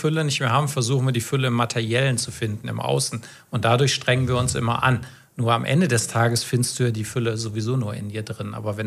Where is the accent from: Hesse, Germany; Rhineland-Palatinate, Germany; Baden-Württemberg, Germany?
Hesse, Germany; Kassel; Ich bin gebürtig aus Kassel